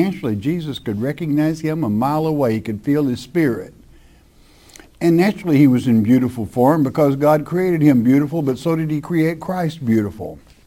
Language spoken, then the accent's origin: English; Oklahoma, United States; I grew up in Oklahoma, and I was a grandson of one of the greatest horse buyers there ever was in Oklahoma.